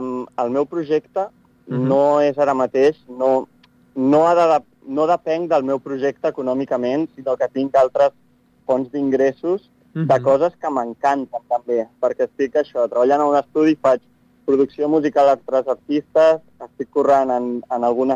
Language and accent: Catalan; La Guàrdia Pilosa, Catalonia, Spain; aquest poble és el meu poble